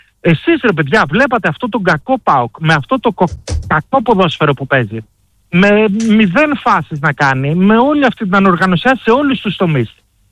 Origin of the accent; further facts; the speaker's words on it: Greece; δεν είμαι από την Αθήνα, από την επαρχία είμαι